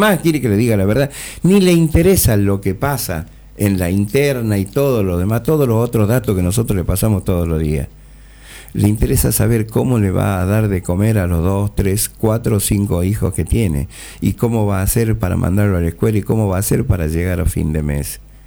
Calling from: Argentina

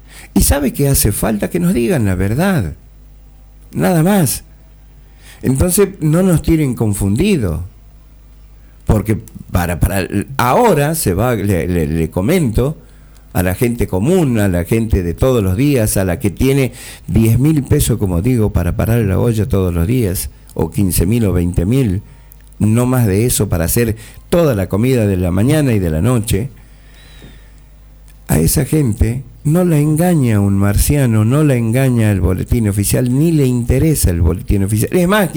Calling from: Argentina

